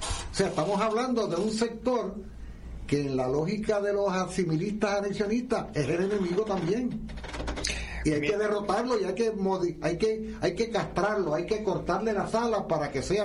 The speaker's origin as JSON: {"language": "Spanish", "country": "Puerto Rico", "said": "nosotros insistimos en que no somos estadounidenses, insistimos en que somos puertorriqueños"}